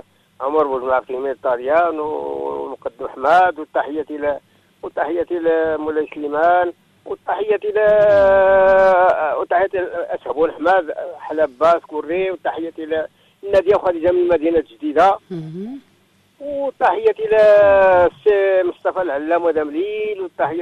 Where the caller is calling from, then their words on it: Marrakesh-Safi, Morocco; من الحوز.